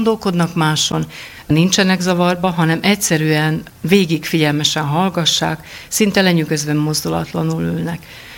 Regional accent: Vojvodina, Serbia; first language Croatian; Hungarian is a second language; Vajdaságból érkeztem

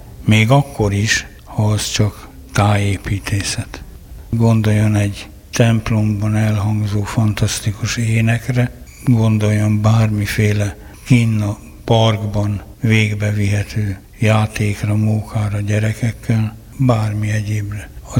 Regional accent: Jászberény, Jász-Nagykun-Szolnok, Hungary; Jászberényi vagyok

